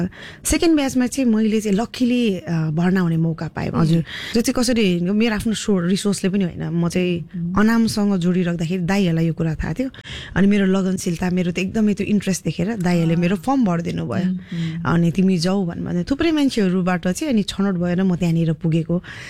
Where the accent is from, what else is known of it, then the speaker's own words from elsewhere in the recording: Dharan, Koshi Province, Nepal; म चाहिँ जन्मे हुर्केको चाहिँ धरान हो.